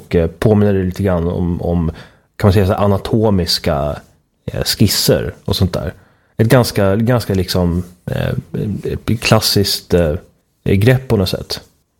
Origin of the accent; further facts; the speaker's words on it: Uppsala, Uppsala County, Sweden; en väldigt intressant kulturstrid från min hemstad. Min hemstad som blir svårare och svårare att känna stolthet och kärlek inför.